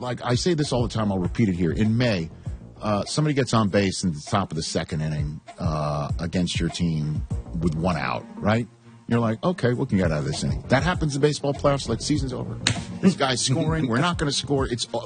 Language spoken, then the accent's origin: English; New York, United States; But I'm a New Yorker